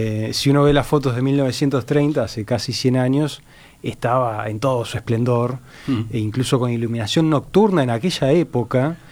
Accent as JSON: {"language": "Spanish", "region": "Montevideo", "country": "Uruguay", "said": "Y nos, como ciudadanos, como montevideanos, nos pasa un poco eso."}